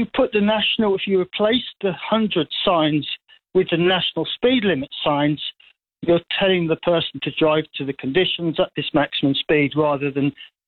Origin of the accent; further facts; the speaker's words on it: England, United Kingdom; moved away; Yeah, well, I mean, look, I've been here like 25 years. I came from England, but in Europe, they are on fast roads